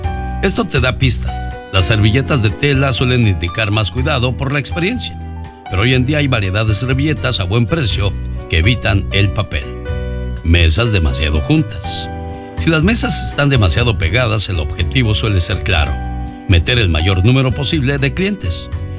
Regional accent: Mexico; yo soy mexicano

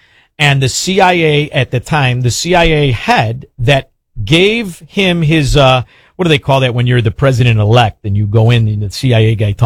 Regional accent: Chicago, Illinois, United States; And this is something when you're from Chicago, I'm telling you, Kent, it's the real benefit of growing up around Chicago.

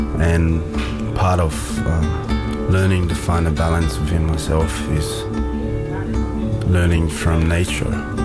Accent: Tonga; also born or lived in New Zealand; now in Australia; I was born in New Zealand. I lived in Tonga, grew up there for a while, and I live here in Australia now. And I consider myself an Australian.

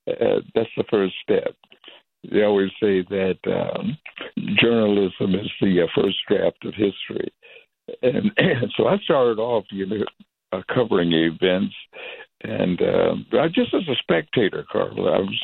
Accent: Detroit, Michigan, United States; growing up in Motown

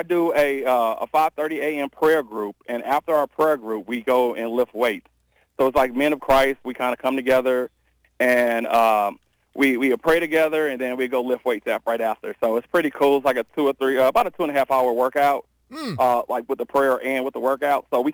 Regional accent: East St. Louis, Illinois, United States; I'm from East St. Louis at the time, so I'm like, well, I can still claim Illinois

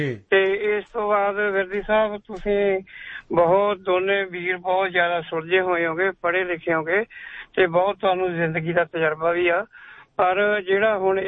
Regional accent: Punjab, India; moved away; ਸਾਡੇ ਅਸੀਂ ਪੰਜਾਬ ਤੋਂ ਆਏ ਹਾਂ, ਪੰਜਾਬ ਦੇ ਵਿੱਚ ਅਸੀਂ ਦੇਖਿਆ ਵੀ ਫ੍ਰੀ ਦੀ ਜਿਹੜੀਆਂ ਸਹੂਲਤਾਂ ਦਿੰਦੇ ਸੀਗੇ

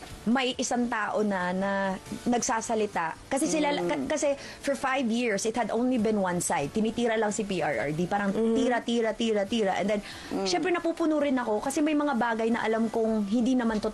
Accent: Butuan, Caraga, Philippines; also born or lived in Cebu; di ako taga Davao. Okay. From Butuan City po ako, pinanganak ako sa Cebu, lumipat at lumaki sa Butuan City

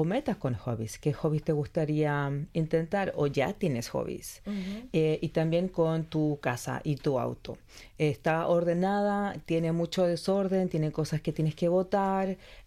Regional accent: Chile; now in Australia; Yo soy chilena, por tanto yo tenía que empezar a hablar un español más neutro.

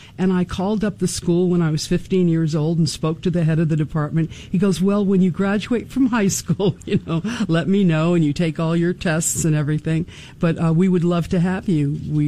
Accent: Miami, Florida, United States; moved away as an adult; I'm from Miami, Florida, originally.

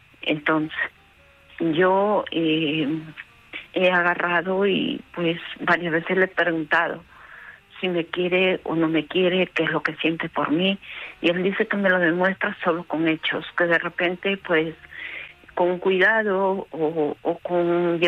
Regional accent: Peru; now in Spain; yo soy peruana, llevo varios años aquí

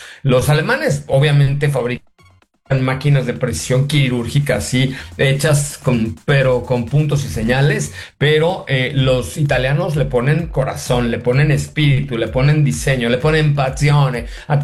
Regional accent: Mexico; como decimos en México

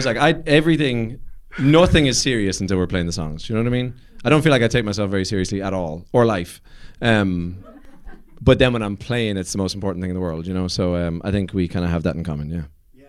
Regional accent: Ireland; accent: Irish

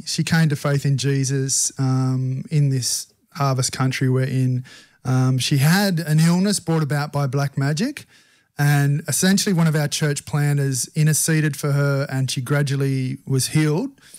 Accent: Cowra, New South Wales, Australia; I grew up in Cowra, up the road, a couple of hours.

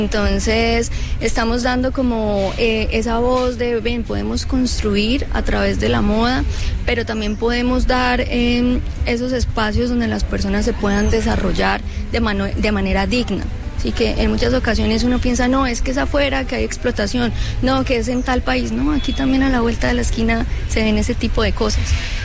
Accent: Bucaramanga, Santander, Colombia; somos de acá, de Bucaramanga, de Santander

